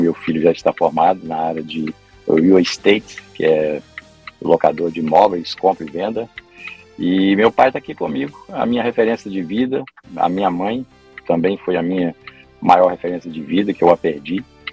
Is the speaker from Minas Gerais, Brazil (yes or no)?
yes; Alvarenga, Minas Gerais, Brazil; now in Boston, United States; Nós somos nascido e criado no Córrego do Cataca, município de Alvarenga, Minas Gerais.